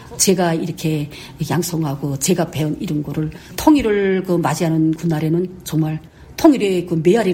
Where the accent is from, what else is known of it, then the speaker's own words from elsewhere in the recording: Wonsan, Kangwon, North Korea; 가고 싶은 거는 당연하게 저희 고향이죠. 특히나 저희 송도원이라고 할 때는 거기에는 놀이터들이 있고